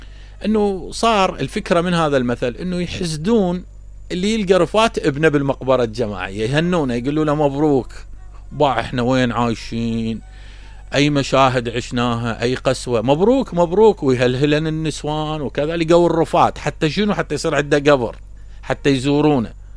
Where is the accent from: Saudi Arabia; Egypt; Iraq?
Iraq; إحنا كعراقيين وفقط كشرقيين